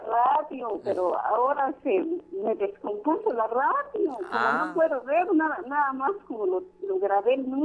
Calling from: La Trinitaria, Chiapas, Mexico; yo soy de la colonia Piscau, municipio de la Trinitaria, Chiapas.

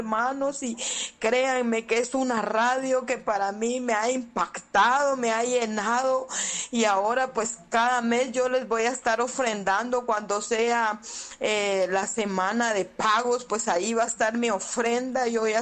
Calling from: San Miguel Petapa, Guatemala Department, Guatemala; Aquí les hablo de San Miguel Petapa.

